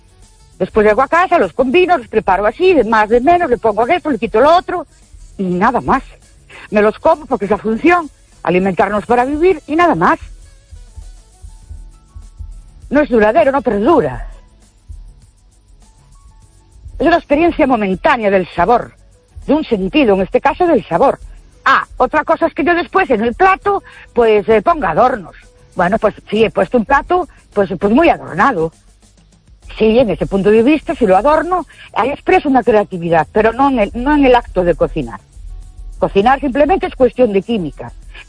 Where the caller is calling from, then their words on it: Ourense, Galicia, Spain; Buenas noches … de Ourense.